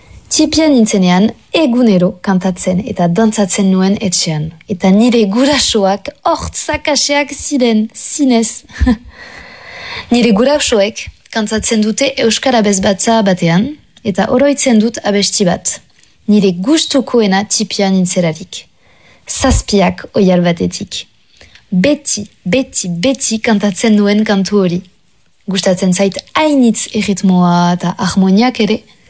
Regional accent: Ustaritz, Nouvelle-Aquitaine, France; Basque is a second language; ipare Euskal Herriko artista. Uztaritzekoa naiz, eta 28 urte ditut.

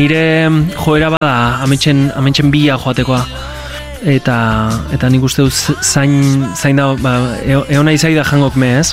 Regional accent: Azkoitia, Basque Country, Spain; azkoitiarra gara, herrian bizi gara, herrian bizi naiz, azkoitiarra naiz ez, eta oso, ba hori, toma tierra handia daukagu, daukat.

